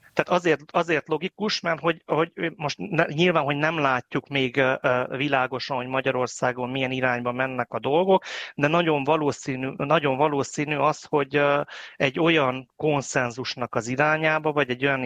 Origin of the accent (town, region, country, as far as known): Cluj-Napoca, Cluj County, Romania